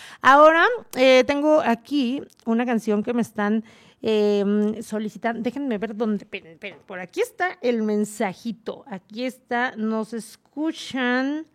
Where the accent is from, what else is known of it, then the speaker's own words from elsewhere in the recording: Guanajuato, Mexico; moved away; que soy de Guanajuato, pero allá, miren, aunque estamos a kilómetros de distancia, ahí estoy cerquita de mi familia